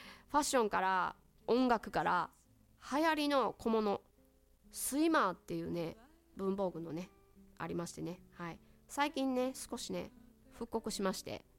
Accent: Mie, Japan; 私はですね三重県の出身なんですけれども、まあ私服の高校でして

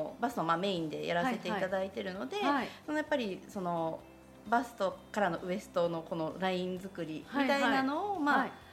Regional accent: Hiroshima, Japan; accent: Hiroshima dialect; moved away as an adult; now in Kansai, Japan; もう生まれも育ちも広島で、関西に来たのがまあ4年前ですかね。

